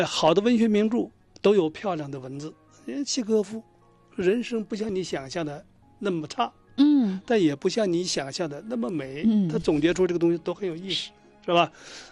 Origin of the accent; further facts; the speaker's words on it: Inner Mongolia, China; moved away; 与我过去出生过的那片土地呼伦贝尔高原，大兴安岭的崇山峻岭，与那个环境有关系。我从小就是在那里长大的。